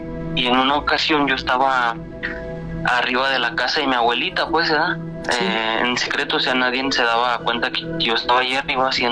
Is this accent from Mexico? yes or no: yes; San Francisco del Rincón, Guanajuato, Mexico; Soy de San Francisco del Rincón, Guanajuato.